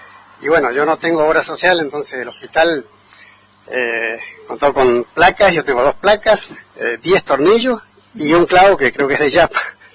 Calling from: Mendoza, Argentina; Soy allá de Salitral, de Campo El Terrón.

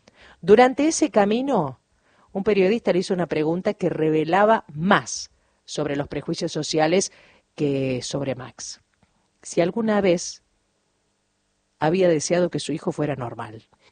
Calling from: Córdoba, Argentina; de Córdoba.

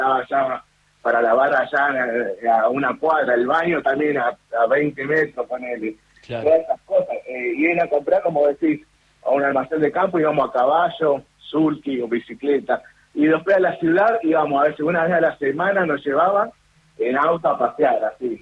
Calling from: Rafael Calzada, Buenos Aires Province, Argentina; de zona sur, Almirante Brón, Rafael Calzada.

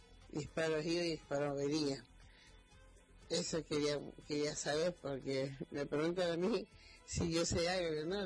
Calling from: Quiroga, Argentina; Un saludo para todo mi pueblo de Quiroga en general.

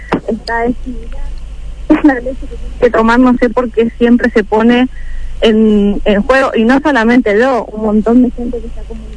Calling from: San Martín, Mendoza, Argentina; No, yo soy de acá de San Martín.

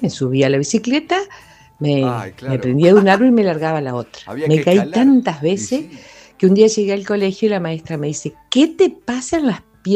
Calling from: Viale, Entre Ríos, Argentina; de Viales

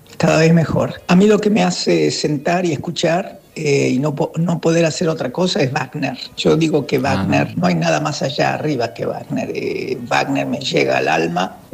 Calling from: Buenos Aires, Argentina; de Almagro.

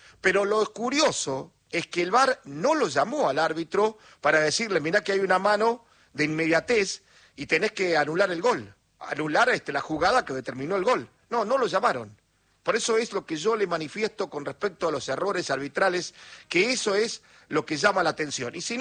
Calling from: Munro, Buenos Aires Province, Argentina; Buenas noches, amigos de Radio Nacional.

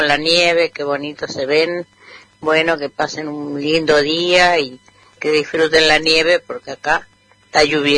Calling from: La Llave, Mendoza, Argentina; Soy de acá, de La Llave

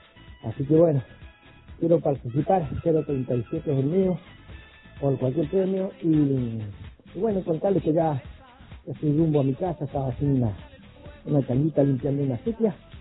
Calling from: Cuadro Venegas, Mendoza, Argentina; acá de Cuadro Venegas.

